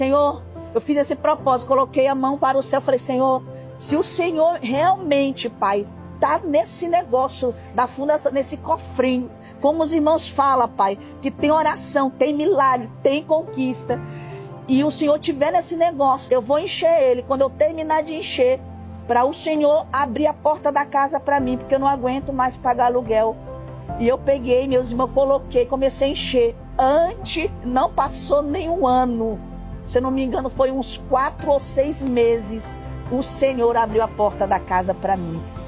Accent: Amapá, Brazil; moved away as an adult; now in São Paulo, Brazil; Porque eu cheguei aqui em 2013, aqui na cidade de São Paulo, né? Eu sou do Amapá.

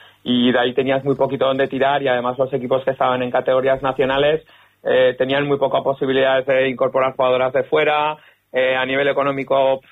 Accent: Zaragoza, Aragon, Spain; moved away; yo soy de Zaragoza, así que vengo de muy lejos

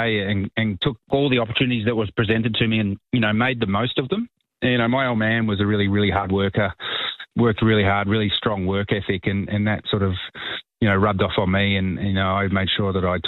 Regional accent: Perth, Western Australia, Australia; So I'd been playing AFL footy as a young kid, as you do growing up in Perth. It's an AFL town.

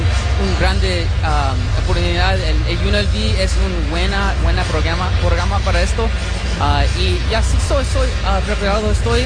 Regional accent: California, United States; Spanish is a second language; moved away as an adult; now in Las Vegas, United States; Estoy mexicano, estoy de California.

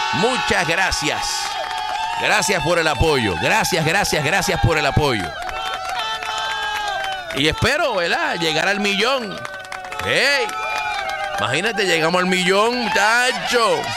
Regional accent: Puerto Rico; moved away; Porque yo no vivo en Puerto Rico, yo vivo aquí. Me da pena con lo que está pasando en mi isla de Puerto Rico.

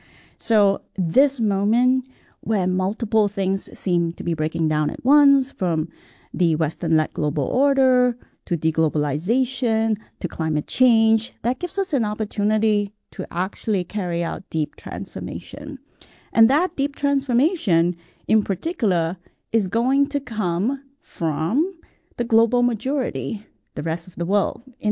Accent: Singapore; And maybe because I'm a Singaporean, Singaporeans are sort of proud to be realist

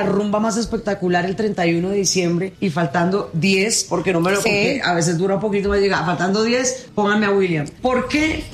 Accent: Colombia; also born or lived in Cali; Es la forma en que en ese momento nos hace sentir como colombianos.

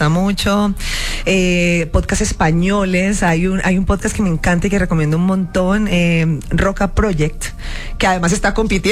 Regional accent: Cali, Valle del Cauca, Colombia; now in Bogotá, Colombia

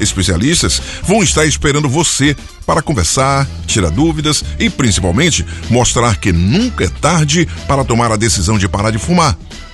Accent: Feira de Santana, Bahia, Brazil; Eita, minha terrinha!

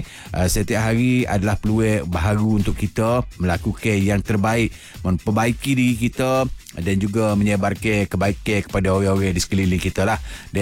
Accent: Kelantan, Malaysia; kehidupan kita sebagai rakyat Kelantan

